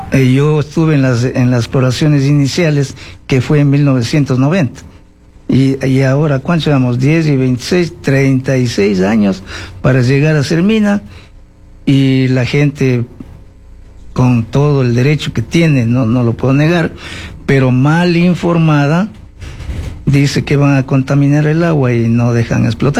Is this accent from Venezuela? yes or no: no; Ecuador; nuestro país Ecuador, como Colombia y Perú, Chile, estamos ubicados en la cordillera andina, somos parte de los Andes